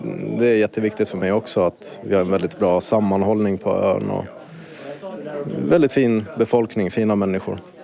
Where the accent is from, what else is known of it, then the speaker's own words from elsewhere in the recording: Stockholm, Stockholm County, Sweden; now in Kökar, Finland; Ja, det är väl just resan från Gamla stan i Stockholm där jag växte upp till livet på kökar idag.